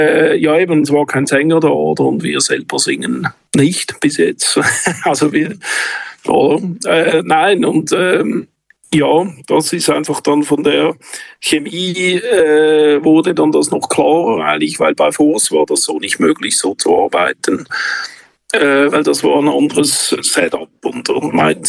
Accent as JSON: {"language": "German", "region": "Zurich", "country": "Switzerland", "said": "ich bin aus Zürich, eigentlich wohne aber auch in den Bergen."}